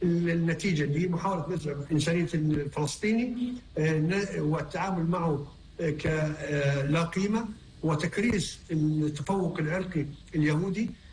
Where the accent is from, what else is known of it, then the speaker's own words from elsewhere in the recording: Palestine; اللي احنا بنعيشه كفلسطينيين تحت الاحتلال